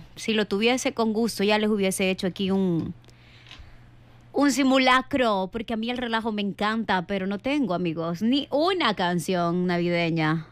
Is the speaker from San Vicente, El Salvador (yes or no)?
yes; San Vicente, El Salvador; Yo soy de San Vicente, amigos.